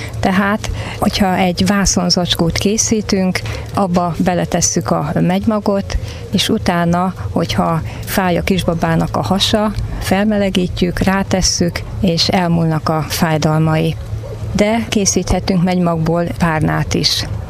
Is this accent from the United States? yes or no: no; Hungary; ha már magyarok vagyunk